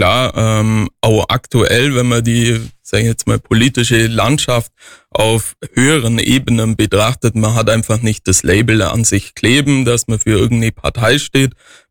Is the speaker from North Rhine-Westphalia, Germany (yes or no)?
no; Lindenberg im Allgäu, Bavaria, Germany; moved away as an adult; also born or lived in Munich; now in Heimenkirch, Germany; Von der Großstadt wieder zurück in die Heimat. Ich bin gebürtiger Lindenberger, also Nachbargemeinde von Heimkirch. Und ja, jetzt war ich fast 10 Jahre in der Großstadt